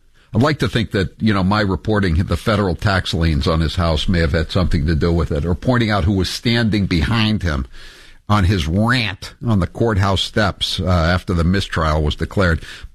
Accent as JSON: {"language": "English", "town": "Portland", "region": "Maine", "country": "United States", "tie": "born there", "said": "I was born in Portland, Maine."}